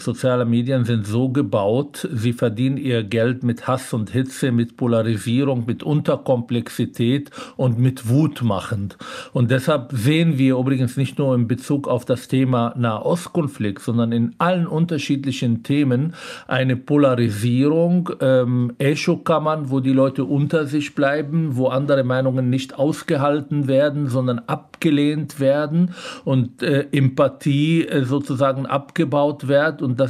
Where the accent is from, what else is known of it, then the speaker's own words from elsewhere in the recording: Palestine; Und vor allem als Palästinenser